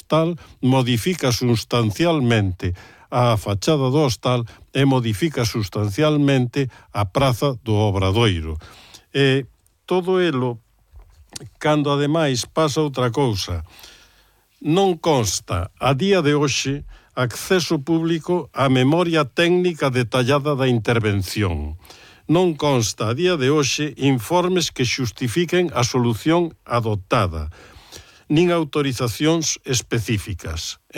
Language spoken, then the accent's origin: Galician; Santiago de Compostela, Galicia, Spain; pero si son unha persona, como moitos composteláns, que temos capacidade de observar